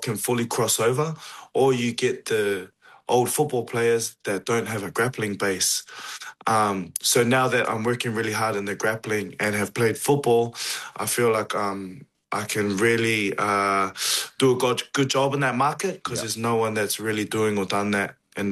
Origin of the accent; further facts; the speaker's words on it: New Zealand; Like, bro, even sometimes I'm hoping Tonga gets upsets against Kiwi, and I'm Kiwi. But it's because all our boys play for Tonga as well, and they're our twin nation, kind of.